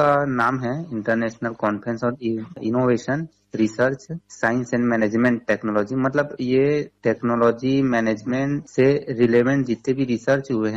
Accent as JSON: {"language": "Hindi", "area": "Rajnandgaon district", "region": "Chhattisgarh", "country": "India", "tie": "born or raised there", "said": "मैं मूलतः राजनांदगांव डिस्ट्रिक्ट से हूँ, डोंगर ब्लॉक से।"}